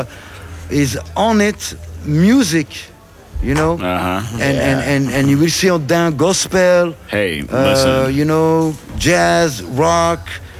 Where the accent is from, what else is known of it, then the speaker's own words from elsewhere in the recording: Liège, Wallonia, Belgium; I'm from Belgium, bro. I'm from Liège.